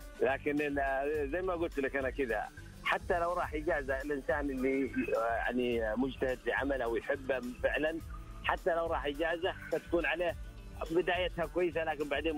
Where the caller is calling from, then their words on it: Riyadh, Riyadh Province, Saudi Arabia; من الرياض